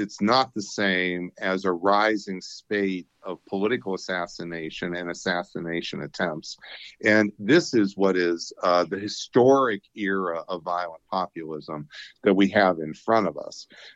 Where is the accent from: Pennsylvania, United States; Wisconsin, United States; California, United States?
Pennsylvania, United States; Erie; So I'm from Western PA. I'm from Erie, Pennsylvania. I went to the University of Pittsburgh as an undergrad. So I'm pretty familiar with Pennsylvania.